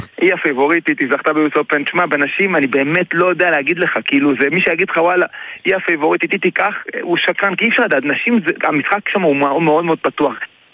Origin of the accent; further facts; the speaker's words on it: Jerusalem, Jerusalem District, Israel; קודם כל, אני ירושלמי, כמו שאמרתי, אני עכשיו בירו